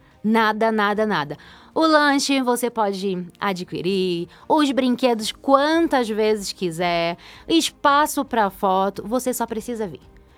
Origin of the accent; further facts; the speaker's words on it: North Region, Brazil; now in São Paulo, Brazil; eu sou do Norte